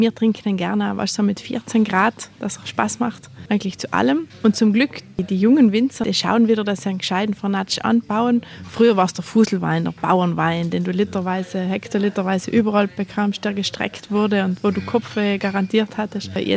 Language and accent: German; Trentino-Alto Adige, Italy; Ja. Wir sind ja zweisprachig.